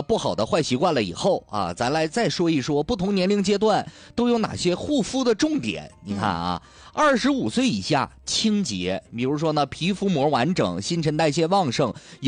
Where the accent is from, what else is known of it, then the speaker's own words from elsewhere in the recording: Heilongjiang, China; 作为一个土生土长的黑龙江人啊，吃着五常大米长大的孩子